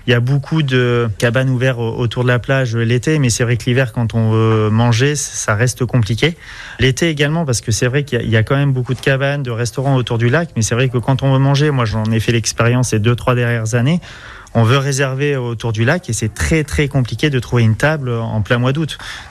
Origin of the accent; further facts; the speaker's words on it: Royère-de-Vassivière, Nouvelle-Aquitaine, France; Je suis originaire de Royères-de-Vassivière, donc du coup, voilà, c'est pour ça qu'aussi j'ai toujours voulu rester dans ma commune. Je suis quelqu'un du terroir